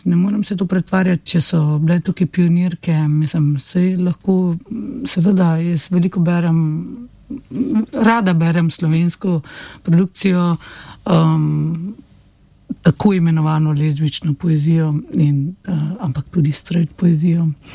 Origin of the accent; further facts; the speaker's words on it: Upper Carniola, Slovenia; jaz sem iz Gorenjske